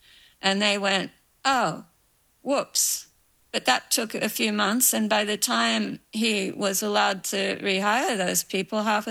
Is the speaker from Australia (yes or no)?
yes; Australia; which as an Australian, I considered my first foreign assignment.